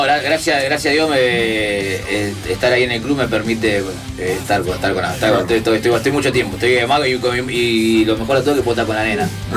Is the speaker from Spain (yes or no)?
no; Argentina; todavía somos argentinos.